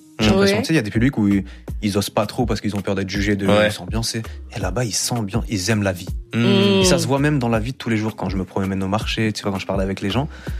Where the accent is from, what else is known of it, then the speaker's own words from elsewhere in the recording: Martinique; Et d'ailleurs, je dis que je suis martinique, mais je suis haïtien dans le cœur aussi.